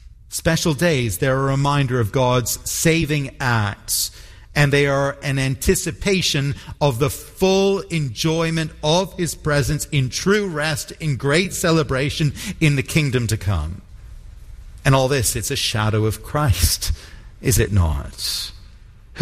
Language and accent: English; Toronto, Ontario, Canada; When I was a kid growing up in Toronto, I used to enjoy going downtown on a Saturday morning with one or two of my friends